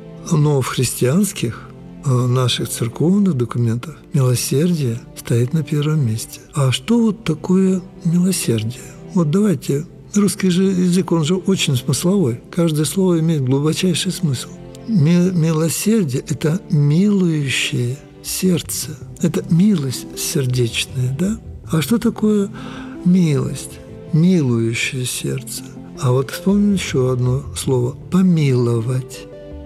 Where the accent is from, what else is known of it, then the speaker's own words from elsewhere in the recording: Urals, Russia; я вот сам с Урала